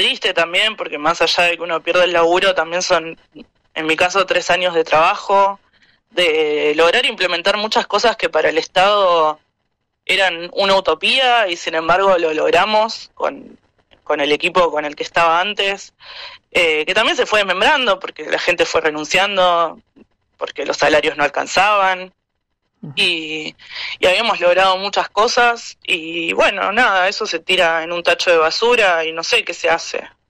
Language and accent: Spanish; Chubut, Argentina; now in Bariloche, Argentina; No, yo soy de Chubut.